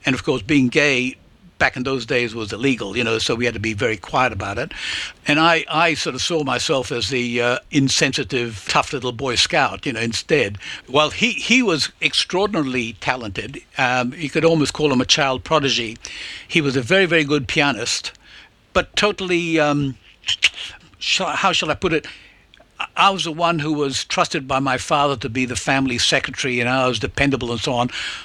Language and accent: English; Hong Kong; My brother Vyacheslav and I grew up really in Hong Kong a long, long time ago. My brother was born in Shanghai in 1935.